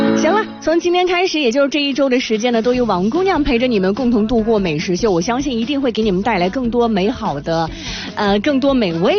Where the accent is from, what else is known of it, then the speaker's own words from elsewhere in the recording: Xinjiang, China; 用我们新疆的方言来说